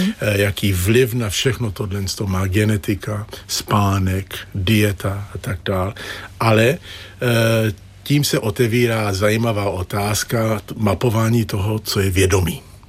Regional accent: India; moved away; also born or lived in United States; No, když jsem byl malý, tak jsem vyrůstal v Indii

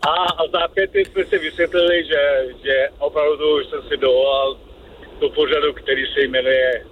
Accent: Afghanistan; born there; Czech is a second language; now in Kadaň, Czech Republic; Já jsem se narodil v Afghánistánu.

